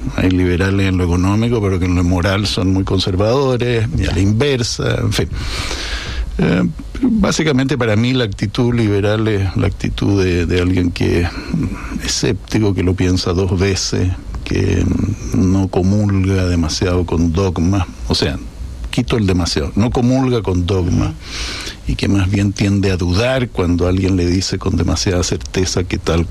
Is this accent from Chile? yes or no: yes; Chile; moved away as an adult; now in Madrid, Spain; sigo siendo más chileno, a pesar de que soy español también.